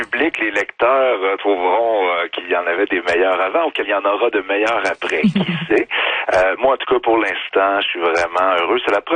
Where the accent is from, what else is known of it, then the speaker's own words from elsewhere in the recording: Trois-Rivières, Quebec, Canada; born there; Je suis né à Trois-Rivières, j'ai encore quelques racines autour, d'ailleurs, Trois-Rivières-Ouest, Pointe-du-Lac, ça se promène un peu plus loin, jusqu'à Shawinigan même.